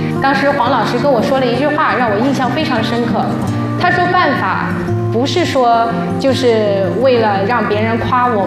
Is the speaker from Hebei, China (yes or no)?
no; Guizhou, China